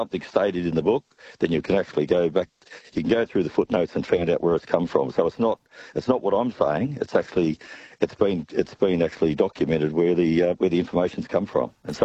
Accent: Walkerville, Australia; I'm from Walkerville

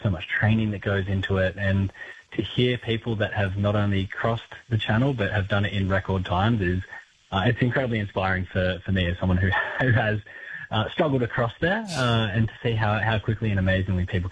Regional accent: Kiama, New South Wales, Australia; the ocean has always been such a large part of my life growing up in Kiama. I was always in and around the ocean through nippers and then surfing

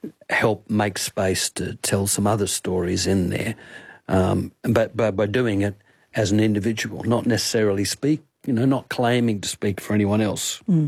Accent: Albany, Western Australia, Australia; born or raised there

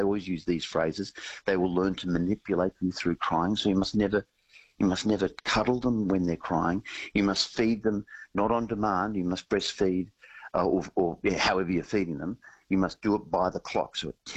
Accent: Papua New Guinea; And I grew up in Papua New Guinea

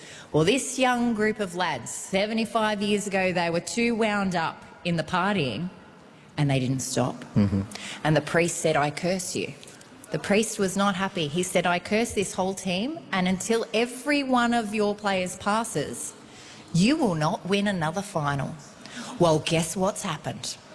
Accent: Australia; going to call it a grand final because I'm Australian

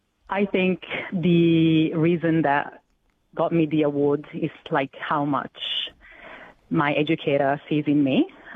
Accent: Italy; moved away as an adult; now in Australia; I'm already a midwife in my country. I come from Italy.

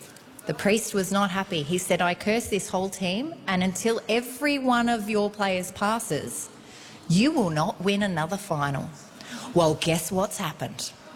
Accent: Australia; I'm going to call it a grand final because I'm Australian, but it's a final.

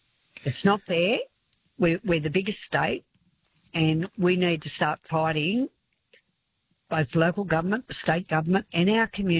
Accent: Yass, New South Wales, Australia; born there; now in Forbes, Australia; I was born in Yass, so that sort of shocked me to know that you can't have a baby in Yass.

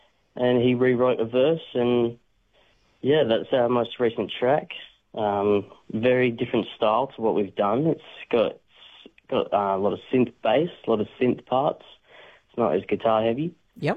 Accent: Bunbury, Western Australia, Australia; Yep, so we've actually got one tunight in my hometown, Bunbury, playing at the Froth

